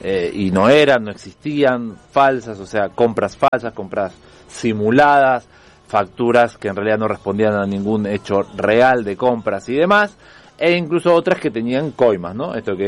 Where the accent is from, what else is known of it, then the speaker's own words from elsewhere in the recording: Mendoza, Argentina; ahora somos famosos los mendocinos